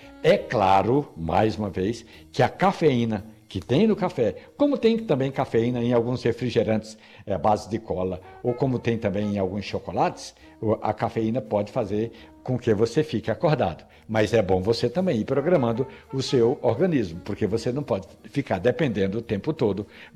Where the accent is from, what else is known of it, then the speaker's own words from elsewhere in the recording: Carnaíba, Pernambuco, Brazil; Olha, Edson, eu me lembro quando eu era pequeno lá em Carnaíba